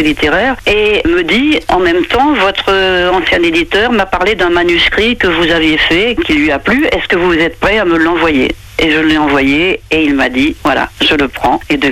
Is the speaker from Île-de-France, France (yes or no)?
no; Normandy, France; je suis de Suisse normande donc très attachée.